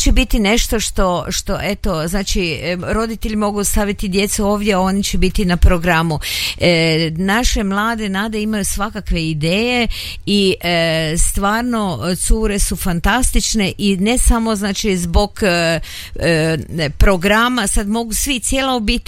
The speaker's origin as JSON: {"language": "Croatian", "town": "Koprivnica", "region": "Koprivnica-Križevci County", "country": "Croatia"}